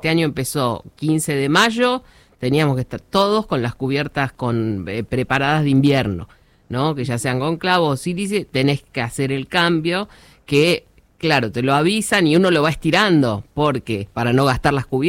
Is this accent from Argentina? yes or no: yes; Buenos Aires, Argentina; moved away as an adult; now in Tierra del Fuego, Argentina; soy de Capital Federal